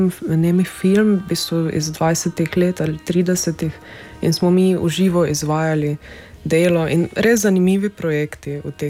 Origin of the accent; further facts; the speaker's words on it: Styria, Slovenia; Malo v osnovni šoli, potem v srednji šoli smo pa tudi mi imeli italijanščino kot drug tuj jezik.